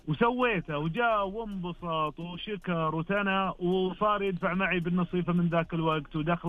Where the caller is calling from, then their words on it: Al-Ahsa, Eastern Province, Saudi Arabia; وانا يعني من الاحساء واحب الزرع.